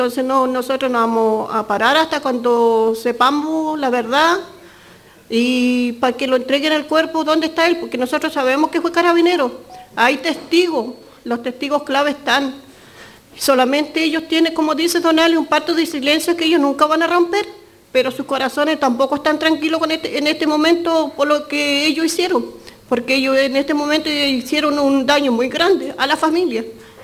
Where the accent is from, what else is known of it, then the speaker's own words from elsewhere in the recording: Los Muermos, Los Lagos, Chile; Soy la mamá de … por lo menos yo vengo de Los Muermos, una hora de Puerto a Los Muermos.